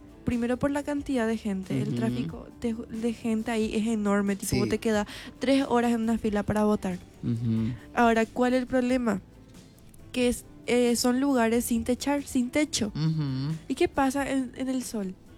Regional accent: Paraguay; tenemos que alzar más la voz como paraguayos

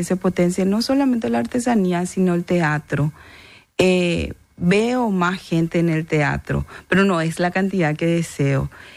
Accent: Paraguay; realmente nosotros como ciudadanos paraguayos debemos de seguir teniendo esta cultura

